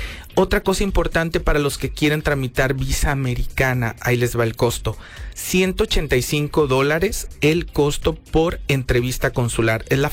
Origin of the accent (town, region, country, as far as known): Mexico